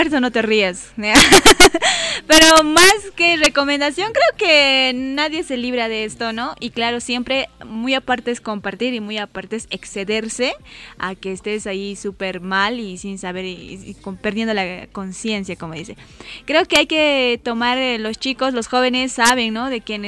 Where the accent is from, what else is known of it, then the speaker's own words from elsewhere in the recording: Bolivia; como bolivianos que somos.